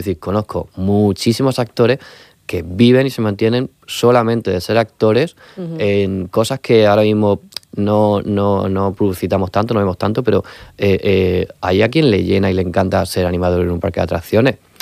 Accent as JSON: {"language": "Spanish", "town": "Murcia", "region": "Region of Murcia", "country": "Spain", "said": "digo, soy de Murcia"}